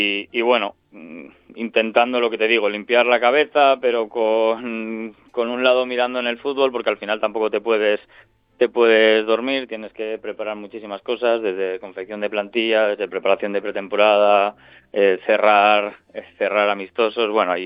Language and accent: Spanish; Binéfar, Aragon, Spain; llegué a debutar en el equipo de mi pueblo, en el Binéfar